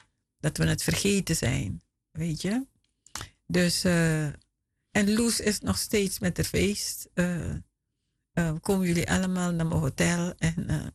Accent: Puiflijk, Gelderland, Netherlands; Ik kom ook uit Puflijk, ja.

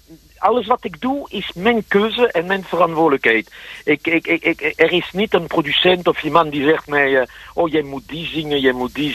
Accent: south-west France, France; now in Amsterdam, Netherlands; Ik kom zelf uit Zuidwest-Frankrijk. Ik kom uit het platteland. Niet echt een berggebied, maar gewoon aan de voet van de Pyrenee.

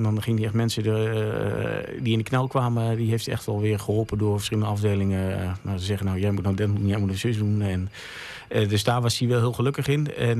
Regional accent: Heerde, Gelderland, Netherlands; Ik ben opgegroeid aan de Elbergeweg in Heerden. Dus

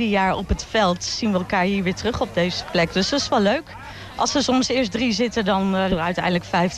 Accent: Wolfheze, Gelderland, Netherlands; Wij komen bijna allemaal uit Wolfees of de gemeente Renkum. En we kennen elkaar ons hele leven al.

